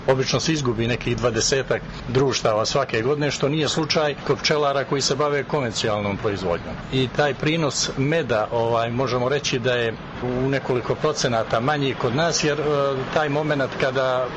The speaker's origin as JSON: {"language": "Serbian", "country": "Montenegro", "said": "Poznato je da su velike suše i vrućine kod nas u Crnoj Gori, što značajno utiče na naše pčele."}